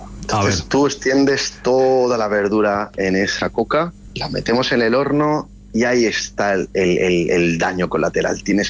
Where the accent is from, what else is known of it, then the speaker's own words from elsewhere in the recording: Balearic Islands, Spain; como buen mallorquín que soy, o buen mediterráneo